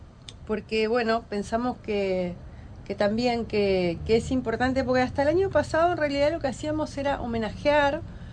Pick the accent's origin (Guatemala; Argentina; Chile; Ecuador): Argentina; Curuzú Cuatiá, Corrientes; Hay un correntino de un pueblo que se llama Mocoretá, que queda cerca de mi ciudad de origen.